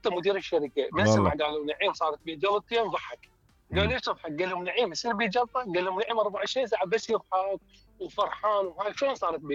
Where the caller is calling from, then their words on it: Basra, Basra Governorate, Iraq; احنا عندنا بالبصره